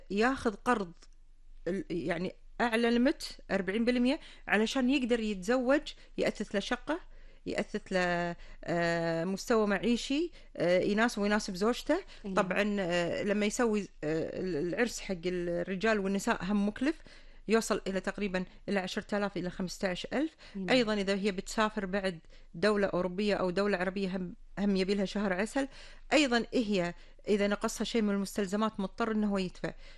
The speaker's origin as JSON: {"language": "Arabic", "country": "Kuwait", "said": "الكويت الله يعز ديرتنا"}